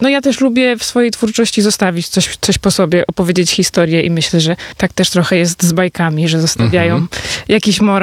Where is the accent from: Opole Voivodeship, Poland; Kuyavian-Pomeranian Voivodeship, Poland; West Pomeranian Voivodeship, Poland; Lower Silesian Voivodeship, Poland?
Lower Silesian Voivodeship, Poland; Wrocław; Jestem z Wrocławia, artystką z Wrocławia